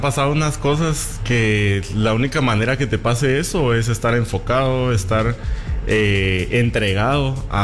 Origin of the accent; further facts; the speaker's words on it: Mixco, Guatemala Department, Guatemala; Yo soy de Misco.